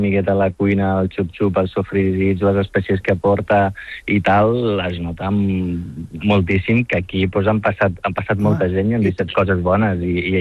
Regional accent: Morocco; Catalan is a second language; jo vinc al nord del Marroc

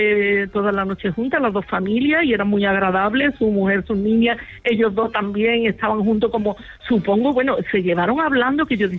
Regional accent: Andalusia, Spain; Cuando tenía 7 u 8 años, pues solíamos ir un día a la feria de Jerez

